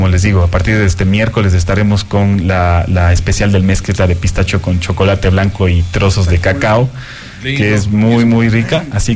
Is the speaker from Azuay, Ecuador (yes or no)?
yes; Cuenca, Azuay, Ecuador; Somos cuencanos, la verdad.